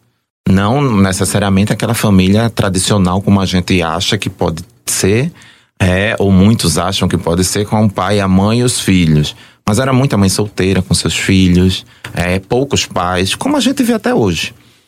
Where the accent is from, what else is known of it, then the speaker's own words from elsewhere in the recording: Recife, Pernambuco, Brazil; now in Maceió, Brazil; Bem, eu posso dizer que eu vim da periferia de Recife, nasci numa periferia comparada aqui com Maceió, eu diria que é um pouco uma mistura do Vale do Reginaldo com o Jacintinho, que é Água Fria.